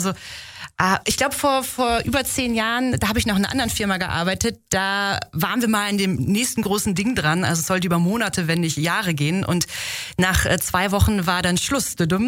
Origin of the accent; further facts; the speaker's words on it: Haselünne, Lower Saxony, Germany; born there; Ich bin in Haselünde im Emsland geboren. Ich bin stolze Emsländerin und ja, das ist ein schöner Landkreis, kann man auf jeden Fall mal besuchen.